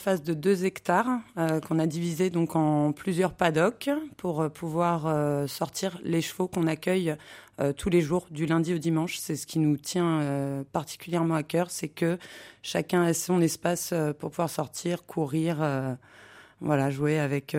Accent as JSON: {"language": "French", "region": "Île-de-France", "country": "France", "tie": "born or raised there", "moved": "as an adult", "lives_now": "La Roche-sur-Yon, France", "said": "Oui, je suis native de région parisienne, j'ai grandi en Seine-et-Marne. Et je suis arrivée en Vendée, à La Roche-sur-Yon, il y a un peu plus de 10 ans maintenant"}